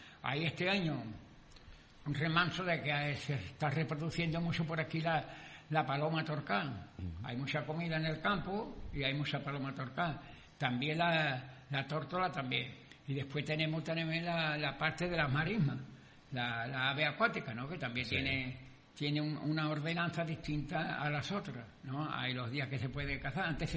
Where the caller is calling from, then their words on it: Sanlúcar de Barrameda, Andalusia, Spain; Y yo soy de Sanlúcar